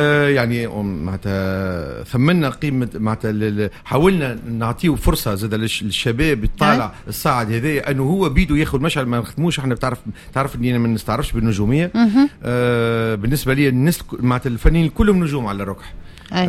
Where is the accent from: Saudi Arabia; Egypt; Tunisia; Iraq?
Tunisia